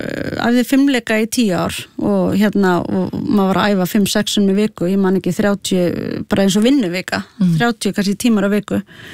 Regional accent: Reykjavík, Capital Region, Iceland; also born or lived in Sweden; ég fæddist í Reykjavík og svo alinn upp í, hérna, í Svíþjóð frá 2 til 6 ára.

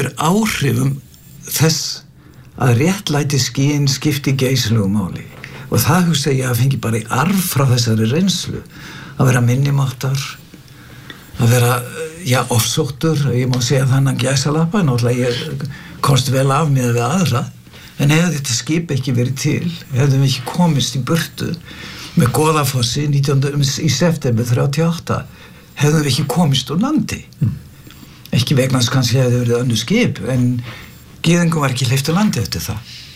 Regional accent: Stóragiljá, Northwestern Region, Iceland; Ég var uppalinn svona hálfuleiti á Stórugiljá, Norður Húnaþingi

